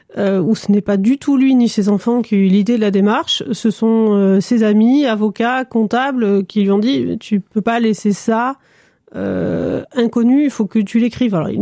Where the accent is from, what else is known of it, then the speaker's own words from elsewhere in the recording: Brive, Nouvelle-Aquitaine, France; now in Limoges, France; je suis biographe, on en reparlera après. Et je suis originaire de Brive et je vis et exerce à Limoges.